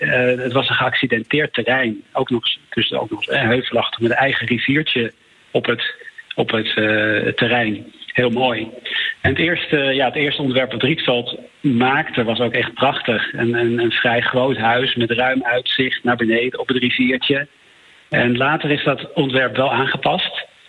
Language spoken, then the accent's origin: Dutch; Netherlands; je komt hier aan in New York, grote stad, als Nederlander